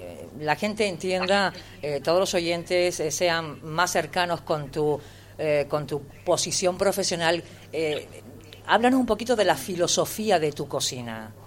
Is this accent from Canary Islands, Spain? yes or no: yes; Canary Islands, Spain; Tenemos mucha conexión nosotros los canarios con los valencianos